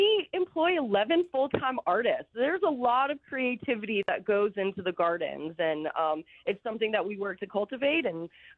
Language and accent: English; Atlanta, Georgia, United States; also born or lived in western US; now in Chattanooga, United States; I'm born and raised in Atlanta and lived out west for a long time, so I'm fairly familiar with gondolas.